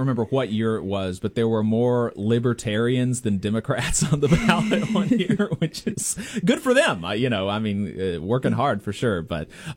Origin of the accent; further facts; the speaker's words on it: New Market, Alabama, United States; also born or lived in Huntsville; I have basically lived in Huntsville my whole, I was born in Huntsville Hospital. I grew up in New Market. I've lived in Huntsville and Madison for, you know, the better, over a decade now.